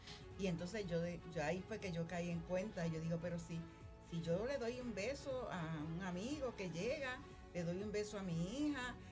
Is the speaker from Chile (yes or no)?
no; Puerto Rico; los boricuas somos tan besucones